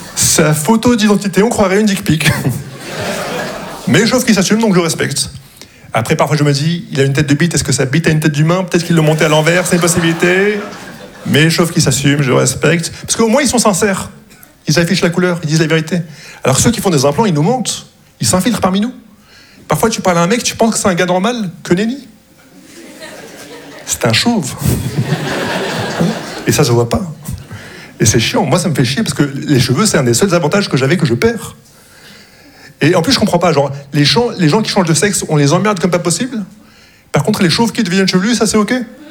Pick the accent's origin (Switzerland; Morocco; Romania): Morocco; Je vois que quand je leur dis que je suis marocain, ils sont déçus.